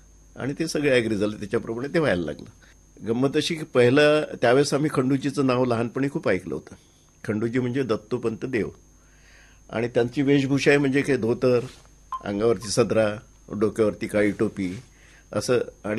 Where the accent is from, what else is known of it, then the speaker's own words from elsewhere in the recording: Pandhurna, Madhya Pradesh, India; moved away; माझं गाव पांढुर्णा असल्यामुळे